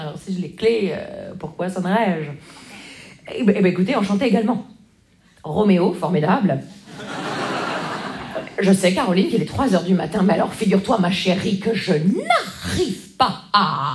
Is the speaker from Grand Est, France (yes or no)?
yes; Grand Est, France; Oui. Vous savez, c'est en France. C'est juste avant l'Ukraine, vous voyez. En Lorraine. Dans les Vosges, il y a plein de trucs à faire. Il n'y a rien, en fait. Si, il y a du ski. On fait du ski. Et moi, je skiais à la Bresse.